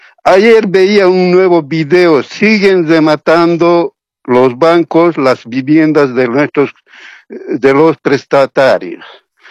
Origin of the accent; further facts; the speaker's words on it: Oruro, Bolivia; en Oruro, de donde soy yo